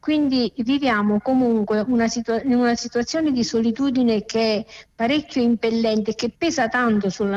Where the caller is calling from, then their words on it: Pontelandolfo, Campania, Italy; io vengo da Ponte Landolfo, che è un paesino della provincia di Benevento.